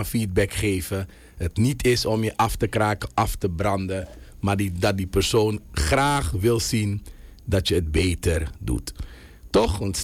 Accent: Suriname

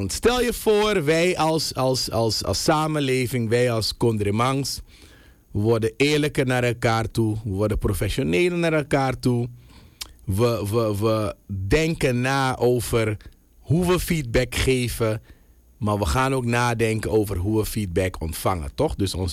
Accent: Suriname

